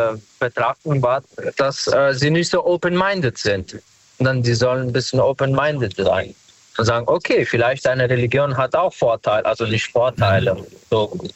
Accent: Wiesbaden, Hesse, Germany; Ich komme aus hier aus Wiesbaden.

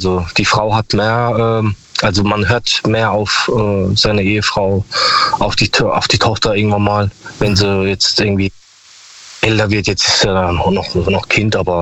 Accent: Karlsruhe, Baden-Württemberg, Germany; Ich komme aus Karlsruhe.

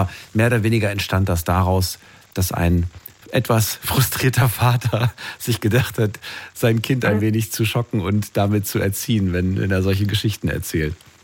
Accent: Hesse, Germany; Ja, na, du, ich bin Hesse

